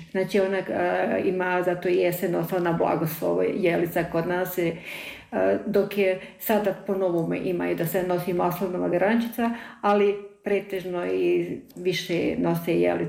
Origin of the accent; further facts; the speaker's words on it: Federation of Bosnia and Herzegovina, Bosnia & Herzegovina; now in Varaždin, Croatia; Vuče domu, vuče rodnom kraju, kako da vam kažem. A Lašvanska dolina je moj rodni kraj.